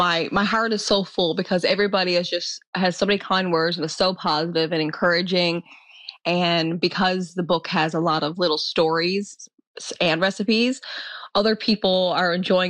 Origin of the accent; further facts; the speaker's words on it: Triton, Newfoundland and Labrador, Canada; I'm very proud of my hometown. Triton is a beautiful place to live and the people are lovely.